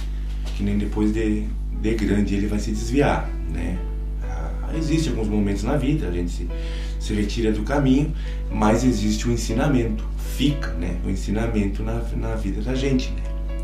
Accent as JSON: {"language": "Portuguese", "town": "Aceguá", "region": "Rio Grande do Sul", "country": "Brazil", "said": "porque somos de Ceguá, é uma cidade fronteiriça, né?"}